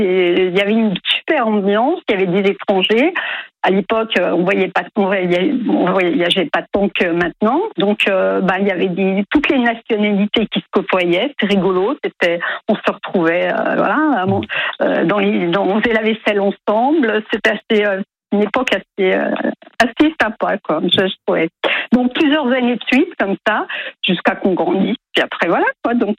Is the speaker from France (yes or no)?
yes; Auvergne-Rhône-Alpes, France; now in Mont-de-Marsan, France; je suis originaire de la Haute-Savoie.